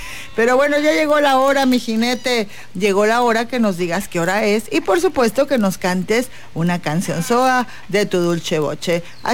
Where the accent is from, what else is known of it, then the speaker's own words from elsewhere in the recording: Tabasco, Mexico; somos tabasqueños, todos somos tabasqueños. Y bueno, como tabasqueños vamos a recomendar algo japonés.